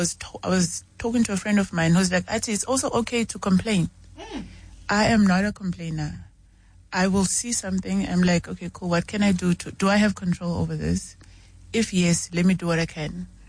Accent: East London, Eastern Cape, South Africa; I grew up in the Eastern Cape, Emonti.

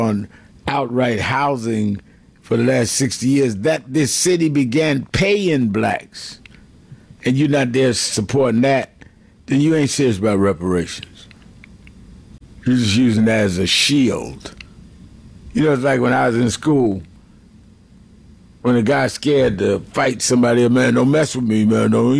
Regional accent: Evanston, Illinois, United States; born there; I was born in Evanston.

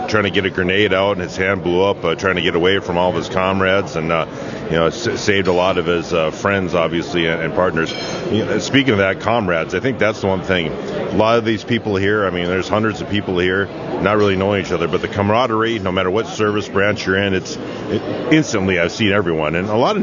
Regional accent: Barnesville, United States; had a chance with a man who was an educator in my hometown of Barnesville and taught me how to balance my checkbook.

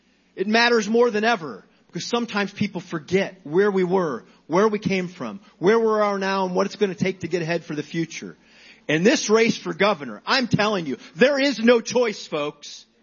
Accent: Ohio, United States; moved away as an adult; I grew up on County Road J in Williams County, Ohio, way in rural part of Ohio. When I graduated high school, the factory my dad worked at closed, and my whole family had to leave the state

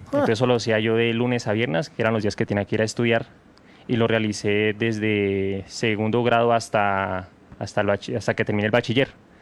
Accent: La Calera, Cundinamarca, Colombia; also born or lived in Chía; Yo soy, pues yo nací en Chía, y pero me crié en La Calera, Cundinamarca.

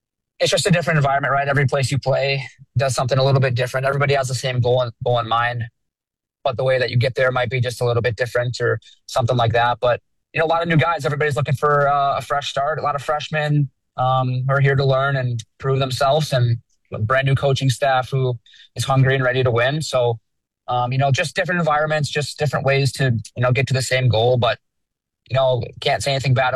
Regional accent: Minnetonka, Minnesota, United States; growing up in Minnetonka was great. No bad things to say there, only great things to say

